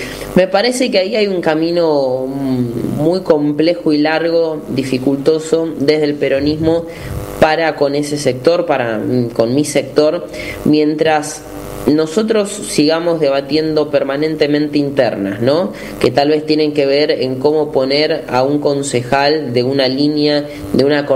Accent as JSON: {"language": "Spanish", "region": "Buenos Aires", "country": "Argentina", "said": "quienes somos porteños y del área metropolitana de Buenos Aires"}